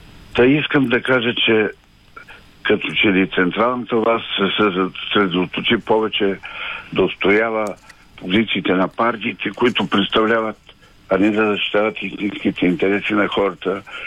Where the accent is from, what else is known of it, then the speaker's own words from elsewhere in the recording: Teteven, Lovech Province, Bulgaria; съм от Тетевен.